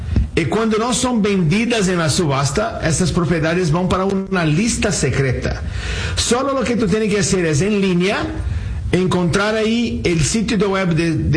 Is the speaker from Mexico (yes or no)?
no; Brazil; now in United States; Sí, yo soy de Brasil. Llegué a Estados Unidos en 1998 con $100 en el bolsillo y alguien me regaló los boletos, ¿ok? Y aunque yo sea brasileño, mi vida no era un carnaval.